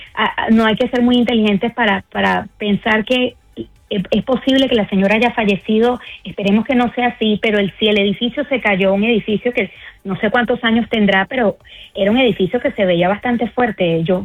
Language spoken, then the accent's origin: Spanish; Venezuela